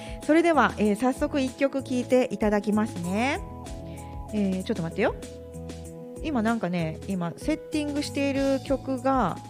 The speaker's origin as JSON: {"language": "Japanese", "town": "Kyotango", "region": "Kyoto", "country": "Japan", "tie": "born or raised there", "moved": "yes", "said": "私も京丹後に戻ってちょっとしてたぐらいなんで"}